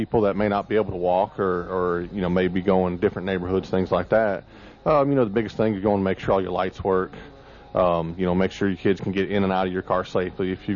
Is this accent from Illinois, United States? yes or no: yes; Illinois, United States; moved away; I grew up in Illinois